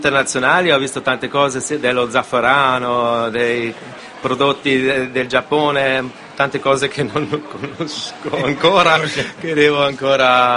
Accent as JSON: {"language": "Italian", "town": "Tiso", "region": "Trentino-Alto Adige", "country": "Italy", "tie": "born there", "said": "sono innamorato, sono nato lì, sono innamorato di questa valle"}